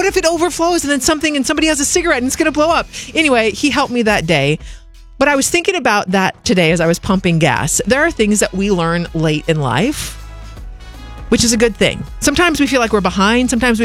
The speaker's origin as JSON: {"language": "English", "region": "Oregon", "country": "United States", "tie": "born or raised there", "said": "I grew up in Oregon, and that should explain everything."}